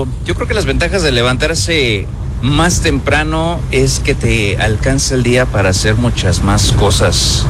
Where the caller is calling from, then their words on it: Querétaro, Mexico; desde Querétaro